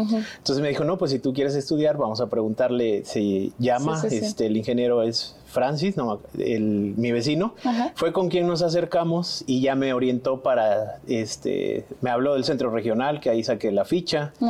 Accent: Xalapa, Veracruz, Mexico; Yo soy de aquí de Jalapa, aunque mi papá o mi familia es de... Mi papá sobre todo es de Cosamaloapan, de la cuenca del Papaloapan. Pero todo el tiempo he estado viviendo y radicando aquí en la ciudad.

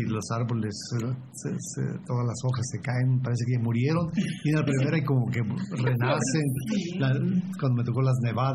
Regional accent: León, Guanajuato, Mexico; moved away as an adult; now in Ciudad Juárez, Mexico; Soy de León.

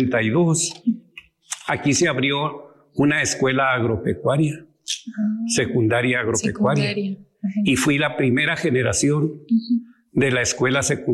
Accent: Cuauhtémoc, Chihuahua, Mexico; yo soy originario de esta tierra. Yo soy originario de Cuauhtémoc.

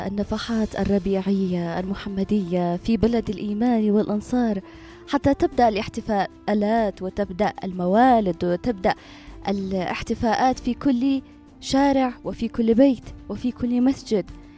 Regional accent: Yemen; بلادنا اليمنية

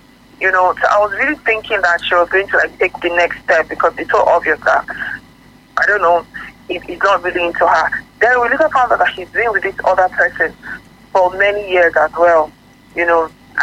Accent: Lagos, Nigeria; from Lagos.

